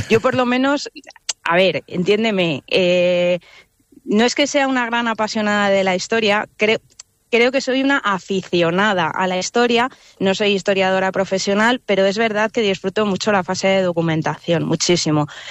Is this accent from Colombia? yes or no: no; Salamanca, Castile and León, Spain; yo soy de Salamanca y estudié primero filosofía y luego teoría de la literatura y literatura comparada.